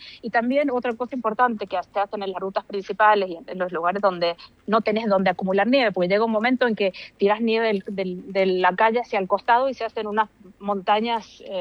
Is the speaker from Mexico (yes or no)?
no; Mendoza, Argentina; moved away as an adult; now in Norway; yo soy mendocina, viví en Mendoza hasta los 27 años. Mi corazón está en parte allá.